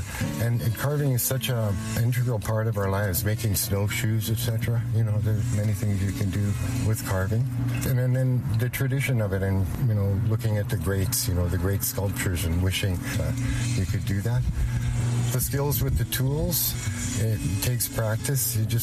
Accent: Fort Smith, Northwest Territories, Canada; also born or lived in Uranium City, Saskatchewan; I'm from the South Slave region of the Northwest Territories called Fort Smith. It's right on the edge of Wood Buffalo Park, and the Slave River is there.

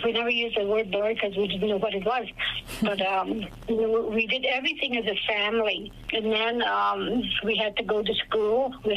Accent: Aklavik, Northwest Territories, Canada; I was born a twin on December 31st, 1953 in the Klavik. We grew up on my mom and dad's trap line.

